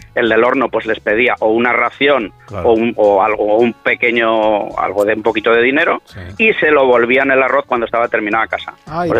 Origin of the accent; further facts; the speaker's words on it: Valencia, Valencian Community, Spain; A ver, David, Jorge, soy de Valencia.